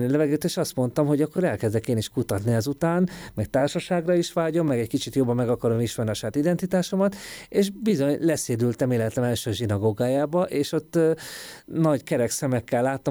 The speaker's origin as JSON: {"language": "Hungarian", "region": "Budapest", "country": "Hungary", "tie": "born there", "said": "én egy tipikus 8. kerületi zsidó családba születtem bele, ahol mind apai, mind anyai ágon teljes mértékben mindenki zsidó volt. A szüleim kifejezetten abban a 8. kerületi kereskedő és művész negyedbe születtek, a Lujza utca"}